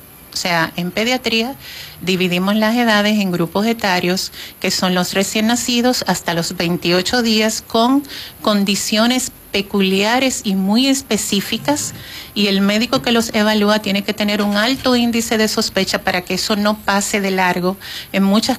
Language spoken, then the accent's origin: Spanish; Dominican Republic; moved away as an adult; now in Santo Domingo, Dominican Republic; Macorís no deja de sorprenderme porque aunque tengo alrededor de 30 años que salí de aquí, yo soy médico egresado de la Universidad Central del Este y tengo en Santo Domingo, pues, donde hice mi especialidad y ahí me quedé trabajando.